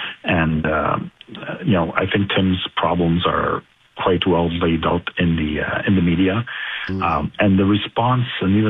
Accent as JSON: {"language": "English", "country": "Canada", "tie": "born or raised there", "said": "As far as, you know, being Canadian born and bred, the only true Canadian coffee chain out there is Second Cup"}